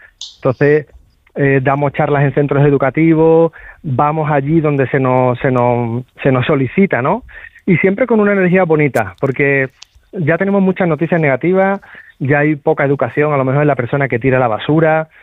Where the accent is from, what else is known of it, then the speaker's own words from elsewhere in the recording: Seville, Andalusia, Spain; es paisana mía, que yo soy de Sevilla.